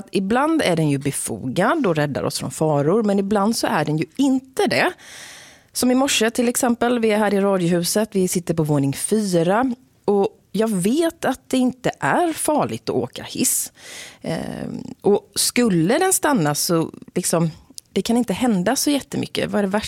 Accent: Eksjö, Jönköping County, Sweden; Vi ska till det småländska höglandet och min hemstad Eksjö.

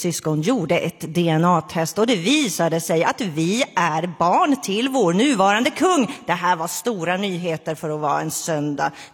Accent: Gotland, Sweden; accent: Gotlandic; det är min gotländska som skiner igenom ibland.

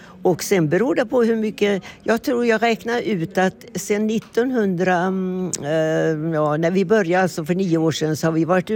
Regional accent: Orust, Västra Götaland County, Sweden; moved away; jag kommer ju från Orust egentligen, så jag har ju inga bekanta här.

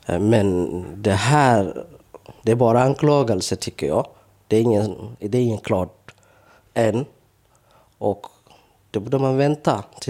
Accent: Somalia; Vi är ju från Somalia.

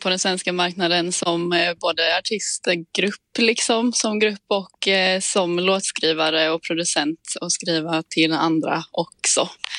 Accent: Skåne, Sweden; Jag kommer ju dock inte från Blekinge tyvärr. Jag kommer ju från Skåne.

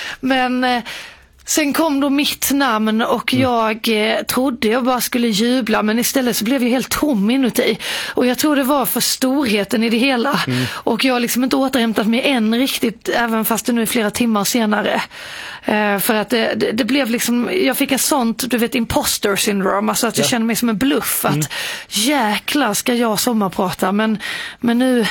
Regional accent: Båstad, Skåne, Sweden; Jag kommer ju från Båsta, där det är väldigt populärt med tennis

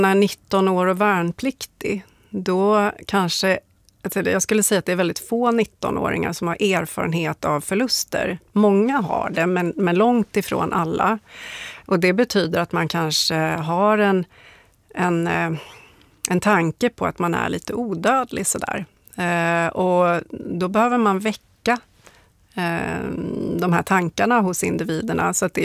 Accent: Gotland, Sweden; Och så växte jag upp på Gotland delvis, och då var det ju, det här var på 80-talet när vi hade hot från öst

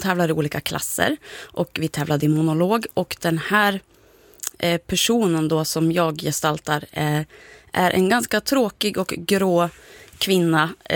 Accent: Ljusdal, Gävleborg County, Sweden; kommunpolitiken i Ljusdal då specifikt där vi kommer från.

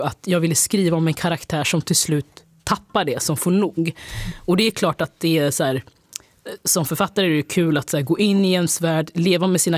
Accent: Linköping, Östergötland, Sweden; Jag är ju från Linköping och liksom den här.

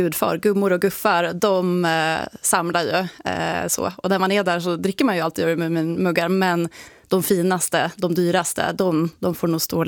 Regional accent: Åland, Finland; now in Sweden; förutom svensk medborgare, är jag också finländsk medborgare då, och då är jag ju finländare. Född och uppvuxen i Finland, och även fast jag då är finlandssvensk och närmare bestämt ålänning.

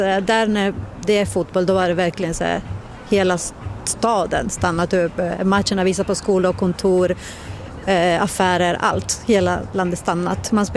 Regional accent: Montevideo, Uruguay; now in Västerås, Sweden; I huvudstaden Montevideo.

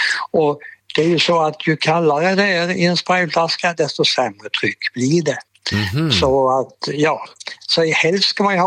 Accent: Sävsjö, Jönköping County, Sweden; Så jag gick ner till biblioteket hemma i Sävsjö och lånade en bok om hur tändsystem fungerar på motorer.

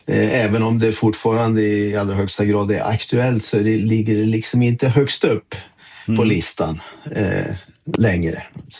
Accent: Sweden; För det första därför att jag är svensk.

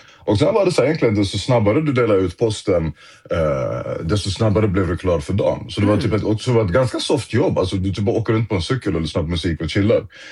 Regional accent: Stockholm, Stockholm County, Sweden; born or raised there

